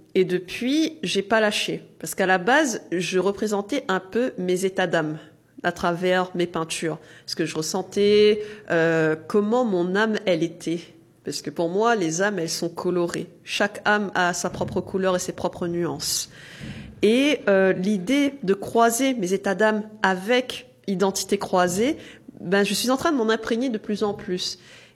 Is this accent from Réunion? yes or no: yes; Saint-Pierre, Réunion; moved away as an adult; now in Sainte-Anne, Réunion; quand j'ai emménagé à Saint-Benoît, parce que oui, à la base, je suis Saint-Pierroise d'origine. Et ça fait 6 ans que j'habite à Sainte-Anne. Ça, il faut savoir. Quand j'ai emménagé à Sainte-Anne en 2020